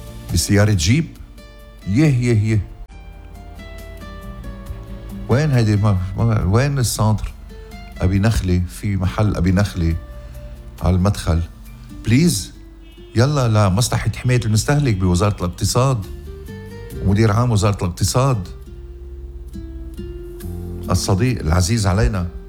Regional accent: Lebanon; يا بلدنا لبنان

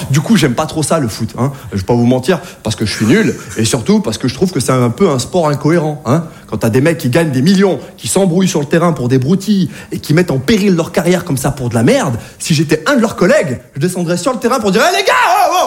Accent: Saint-Étienne, Auvergne-Rhône-Alpes, France; En plus, quand j'ai grandi à Saint-Étienne, je parais pas, mais je suis né en 1980, ok?

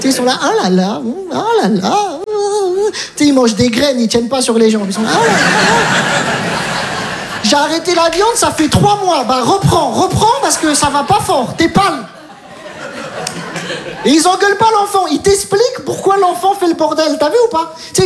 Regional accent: Metz, Grand Est, France; Je viens de Metz, j'ai tout abandonné.

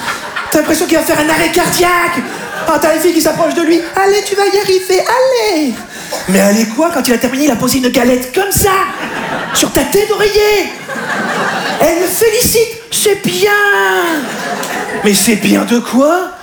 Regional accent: South-West France, France; Moi, je viens du sud-ouest de la France, d'accord?

